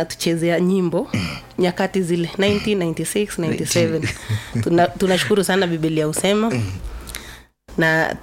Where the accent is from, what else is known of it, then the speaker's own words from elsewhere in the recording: Cheptiret, Uasin Gishu County, Kenya; born there; Nilikuwa AIC Nandet. AIC Nandet iko huko Cheptiret bado, Eldoret, Wasingishu.